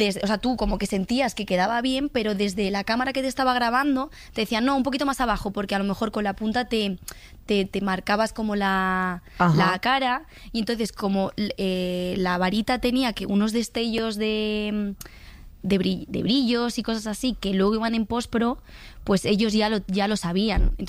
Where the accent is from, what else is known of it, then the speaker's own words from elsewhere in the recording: Valencia, Valencian Community, Spain; yo soy de Valencia, estaba estudiando allí interpretación, teatro musical